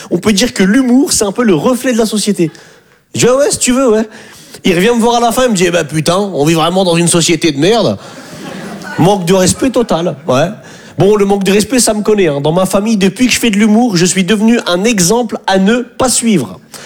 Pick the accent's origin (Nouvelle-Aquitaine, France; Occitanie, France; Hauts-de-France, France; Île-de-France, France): Hauts-de-France, France